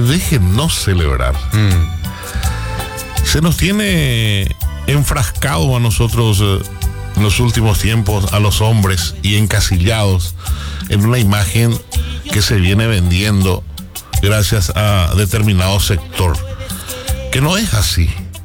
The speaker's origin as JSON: {"language": "Spanish", "country": "Paraguay", "said": "Paraguay siempre saca esa garra guerrera que nos identifica a nosotros como paraguayos"}